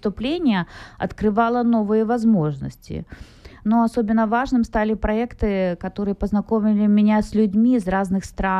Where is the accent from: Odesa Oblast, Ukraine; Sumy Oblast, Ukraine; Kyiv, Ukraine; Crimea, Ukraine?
Odesa Oblast, Ukraine; Odesa; also born or lived in Germany; Ну, родилась я не в Одессе, я родилась в Германии, у меня отец служил там. Вот, и затем мы переехали в Одессу, вернулись к маме на родину, и вот всю жизнь я училась там, жила и...